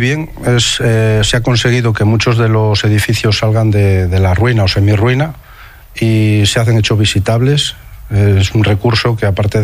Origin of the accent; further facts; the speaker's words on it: Cabrillanes, Castile and León, Spain; mi pueblo, de la Cota de Babia